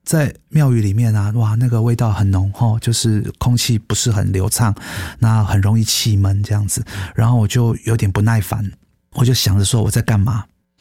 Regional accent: Taiwan; born there; 我从小我的生活环境是在一个比较传统信仰长大的家庭，所以呢跟着台湾的一些习俗啊、节庆啊、初一十五啊都算是很正常的。

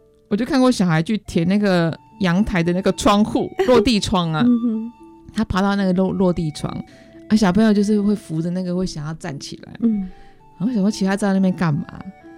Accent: Taiwan

